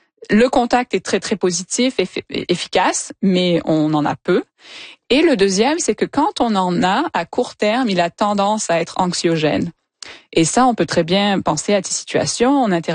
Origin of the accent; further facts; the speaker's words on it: Montreal, Quebec, Canada; Si je suis ici à Montréal, je vais dire que je suis peut-être du Sud-Ouest. Si je me promène en Ontario, ben je vais affirmer que je suis québécoise.